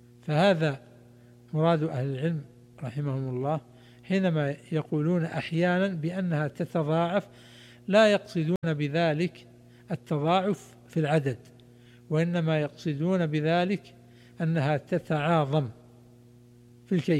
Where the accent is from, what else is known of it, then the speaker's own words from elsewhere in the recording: Saudi Arabia; عندنا في المملكة العربية السعودية